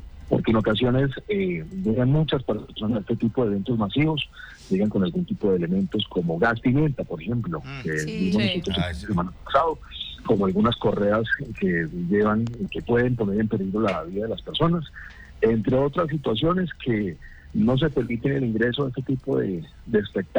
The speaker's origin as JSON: {"language": "Spanish", "region": "Santander", "country": "Colombia", "said": "es una fecha muy bonita para no olvidarnos de lo que somos como humangueses y como santandereanos."}